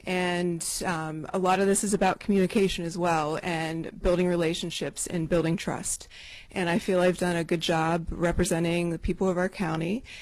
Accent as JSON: {"language": "English", "town": "Cumberland", "region": "Maryland", "country": "United States", "tie": "born or raised there", "said": "I was born and raised in Cumberland."}